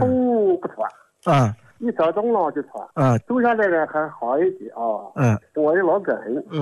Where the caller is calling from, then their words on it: Huai'an, Jiangsu, China; 我是江苏淮安的。